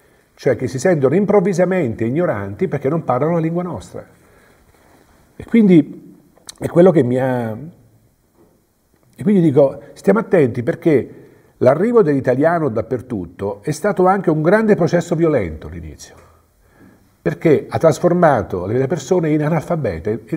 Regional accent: Marche, Italy; Nel mio paesello ascolano, come in quasi tutti i paesi italiani, che oggi si chiamano borghi, una volta si chiamano paesi, perché a noi ci piacciono molto le parole che strane, la gente parlava in dialetto, quasi tutti

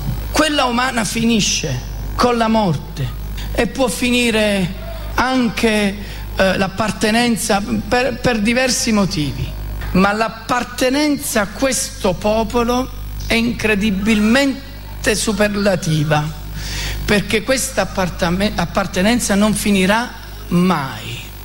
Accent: Naples, Campania, Italy; Io sono napoletano, ha una bandiera, anche.

